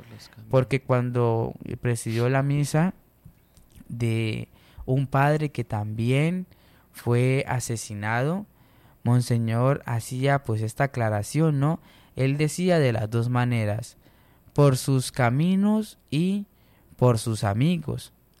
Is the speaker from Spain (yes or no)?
no; Fortul, Arauca, Colombia; frente al parque de mi pueblo